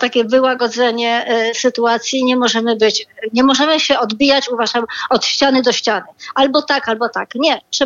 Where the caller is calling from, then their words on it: Łódź, Łódź Voivodeship, Poland; ja dzwonię z Łodzi